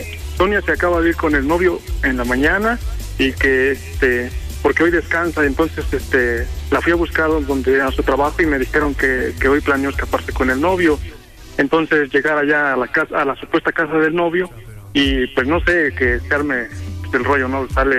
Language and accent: Spanish; Puebla, Mexico; now in Mexico City, Mexico; Bueno, somos de Puebla, entonces vivimos en México y ella se vino apenas para acá.